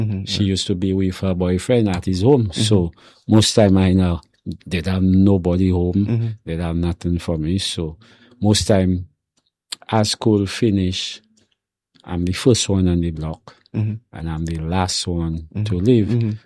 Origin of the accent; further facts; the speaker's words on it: Castries, St. Lucia; also born or lived in Marchand; But basically it was Conway and Leslie, and that's where I really grew up, and Marsha by extension.